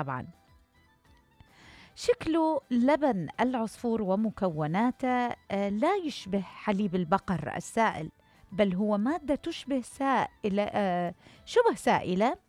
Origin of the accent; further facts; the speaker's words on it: Iraq; أكو تعبيرات عندنا بالعراق